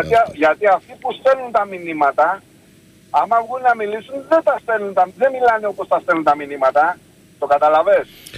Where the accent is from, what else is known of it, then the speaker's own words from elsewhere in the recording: Aigaleo, Attica, Greece; το σπίτι που μεγάλωσα στο εγγάλο στον Άγιο Σπυρίδωνα.